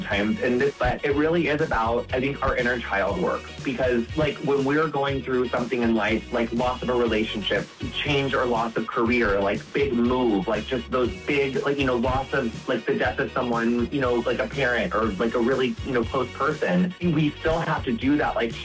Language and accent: English; Quincy, Illinois, United States; Yes, I'm from Quincy. It's like not that far away.